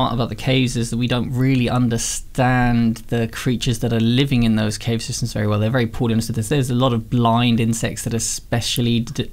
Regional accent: Ireland; now in Australia; No, I'm not from Australia. So I come from a much wetter part of the world. I come from Ireland, which is pretty different from the Labrador.

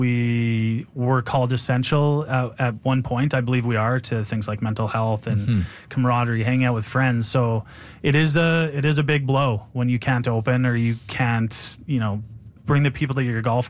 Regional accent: Edmonton, Alberta, Canada; I grew up in Mill Woods too.

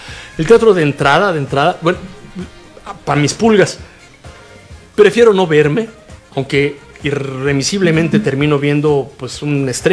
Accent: Tlatelolco, Mexico City, Mexico; born there; Yo nací en Tlatelolco.

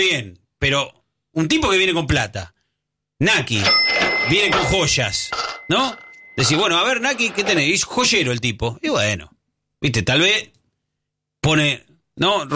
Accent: Buenos Aires, Argentina; born there; yo fui socio de Ferro, nací en Caballito.

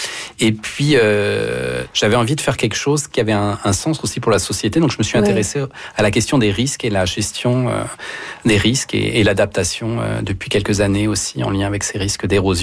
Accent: Hauts-de-France, France; moved away; Moi, j'ai grandi dans au nord de Paris, mais c'est en Picardie, en fait. C'est une région dans le nord de Paris.

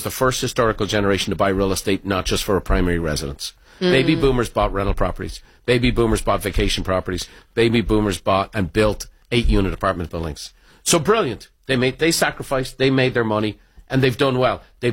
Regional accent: California, United States; My people. I'm from the People's Republic of California.

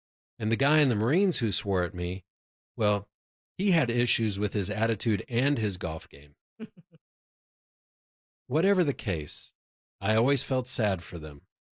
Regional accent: United States; I'm an American Jew

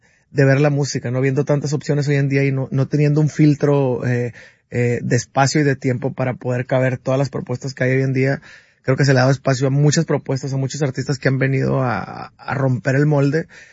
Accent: Mexico

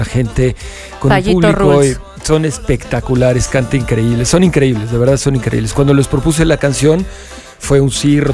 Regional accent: Mexico; la letra es perfecta para lo que queremos como mexicanos decir y sentir.

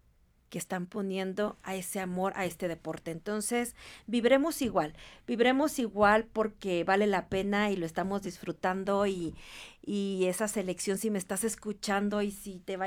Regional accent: Mexico; como somos los mexicanos

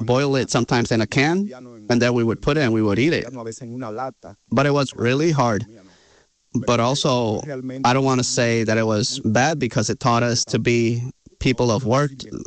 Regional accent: Villa Altagracia, San Cristóbal, Dominican Republic; I was born in Villa Altagracia, in a place called El Maizar of Villa Altagracia.

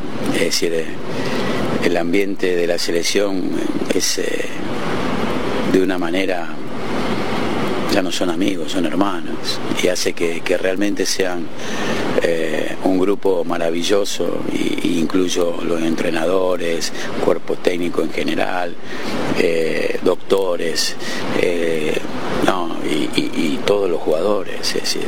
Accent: Argentina; Soy argentino

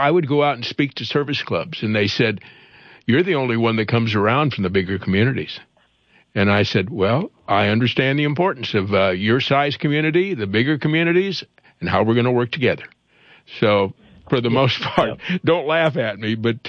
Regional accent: Iowa, United States; I said, I grew up in one in Iowa.

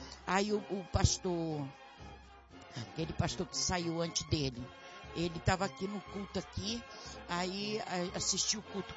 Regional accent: Bangu, Rio de Janeiro, Brazil; Lá de Bangu.

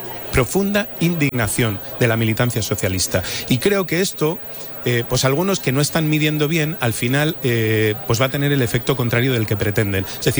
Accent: Catalonia, Spain; Yo soy catalana como tú

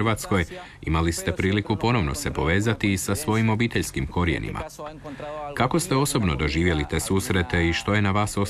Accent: Punta Arenas, Magallanes, Chile; I ja sam iz Puntarenosa, pa mi je ova tema posebno bliska.

